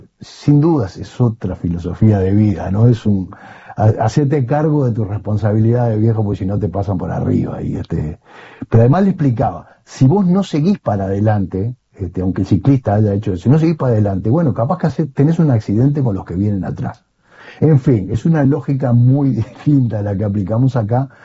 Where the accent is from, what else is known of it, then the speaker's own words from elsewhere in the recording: Uruguay; Pero mientras tenga internet, sigo de cerca las cosas que van sucediendo en mi país